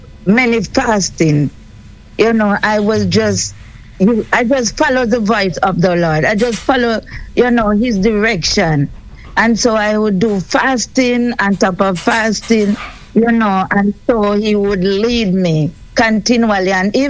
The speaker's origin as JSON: {"language": "English", "region": "Saint Elizabeth", "country": "Jamaica", "said": "this was a time now when I was like traveling from Kingston to my home, my country, mm-hmm. St. Elizabeth."}